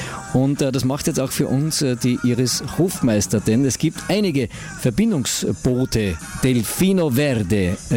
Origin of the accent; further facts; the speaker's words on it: Carinthia, Austria; auch wenn ich vernehme, dass es bei uns zu Hause in Kärnten jetzt bewölkt bzw. leicht regnerisch ist.